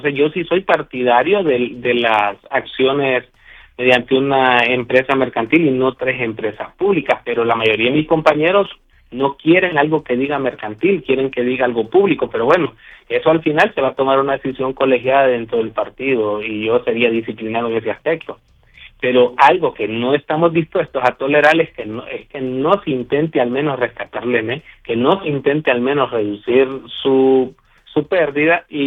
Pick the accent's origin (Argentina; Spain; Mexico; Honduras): Honduras; Yo se lo digo como hondureño responsable